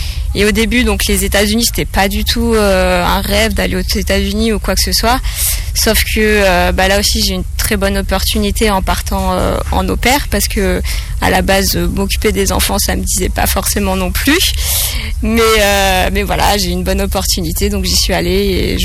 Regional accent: Montpellier, Occitanie, France; moved away as an adult; now in United States; Donc, je suis de Montpellier à la base, mais c'est vrai que voilà, je ne me voyais pas rester à Montpellier.

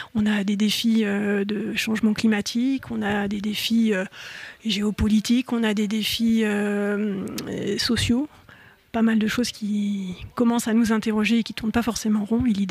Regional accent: Metz, Grand Est, France; D'ailleurs, moi, je viens de Metz. Je suis venue en train ce matin et ça nous fait voyager.

